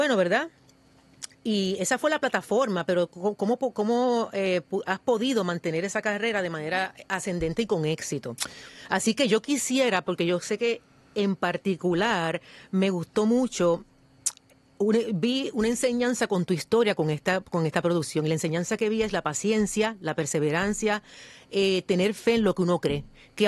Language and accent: Spanish; Patillas, Puerto Rico; Yo soy de cerquita, de Patillas.